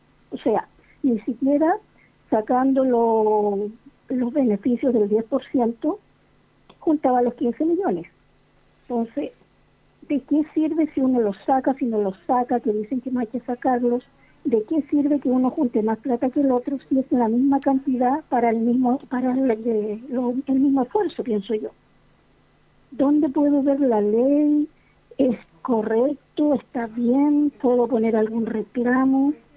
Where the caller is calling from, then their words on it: Quillota, Valparaíso, Chile; Zona rural de Quillota.